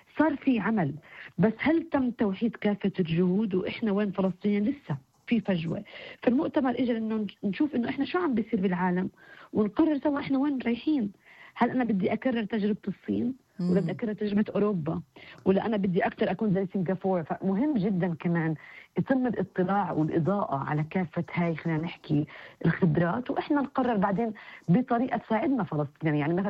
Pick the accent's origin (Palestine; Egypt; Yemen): Palestine; احنا اليوم فلسطينيين